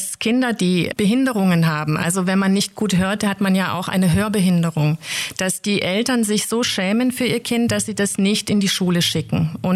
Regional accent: Schwäbisch Gmünd, Baden-Württemberg, Germany; Ich komme ja aus Schwäbisch Gmünd

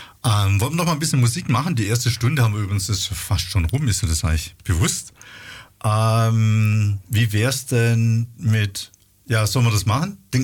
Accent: Baden-Württemberg, Germany; Ich komme aus der Ecke Rottenburg.

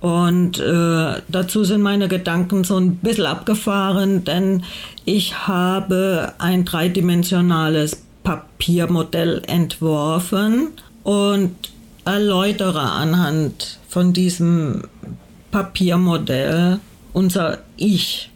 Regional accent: Mannheim, Baden-Württemberg, Germany; Ja gut, ich komme aus Mannheim.

